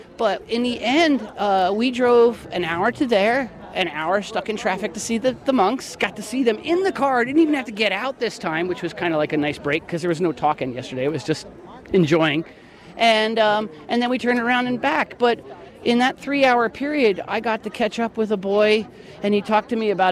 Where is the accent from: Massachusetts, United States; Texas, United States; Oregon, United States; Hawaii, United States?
Massachusetts, United States; Martha's Vineyard; I'm from Martha's Vineyard, Massachusetts. I came down here starting on Friday last week